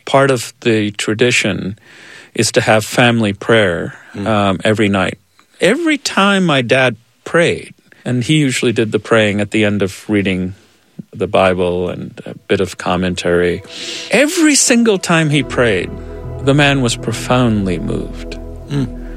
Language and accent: English; India; I mean, being Indian is awesome because of the great food. And I do say, thank God I'm an Indian for that reason.